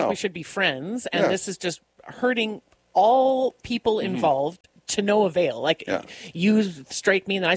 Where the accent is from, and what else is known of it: Canada